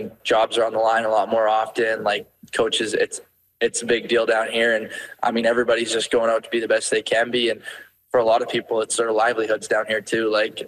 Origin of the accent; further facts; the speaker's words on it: Canada; obviously being a Canadian kid, the Blue Jays is always at the top of the list